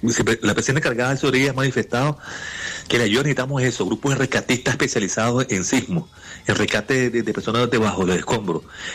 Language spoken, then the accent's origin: Spanish; Venezuela; hay que estar viviendo esto aquí para que vean qué dolor siente uno como venezolano que está sobreviviendo.